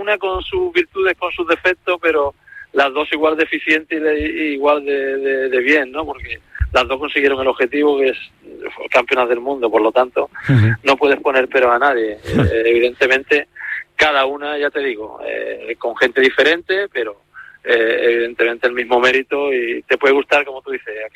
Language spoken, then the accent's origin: Spanish; Jerez, Andalusia, Spain; Yo estoy muy contento aquí en mi tierra, estoy muy contento en Jerez